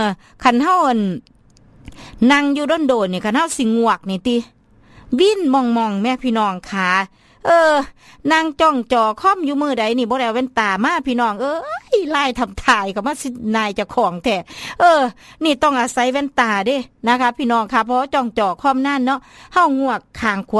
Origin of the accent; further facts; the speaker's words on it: Isan, Thailand; accent: Isan Lao; first language Isan Lao; Thai is a second language; ก็ต้องเว้าลาวอีสานบ้านเฮานี่ล่ะ